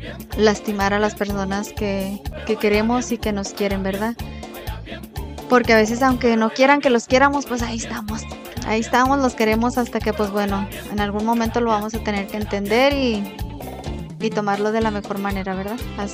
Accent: northern Mexico, Mexico; Yo soy norteña

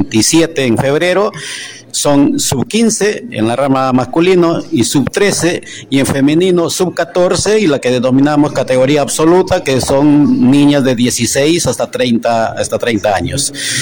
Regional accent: Lima, Peru; Quiero decir, en el caso específico de Perú, por ejemplo, yo soy de Lima

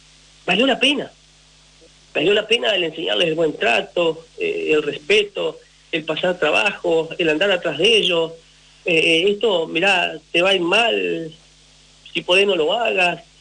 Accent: Uruguay; soy uruguayo, del interior, de tierra adentro

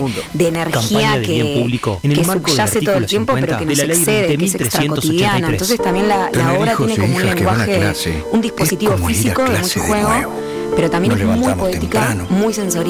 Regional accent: Uruguay

